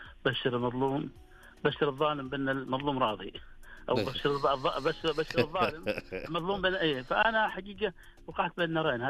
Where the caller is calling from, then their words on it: Eastern Province, Saudi Arabia; اكلمك من المنطقه الشرقيه